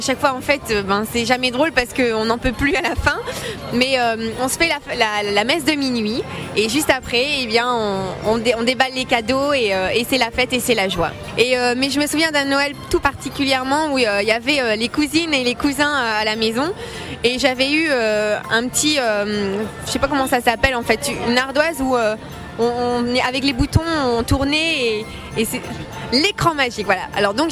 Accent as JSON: {"language": "French", "town": "Lille", "region": "Hauts-de-France", "country": "France", "said": "Je viens de Lille, donc originaire du nord de la France. Et là-bas, la famille a vraiment... c'est très important pour les nordistes."}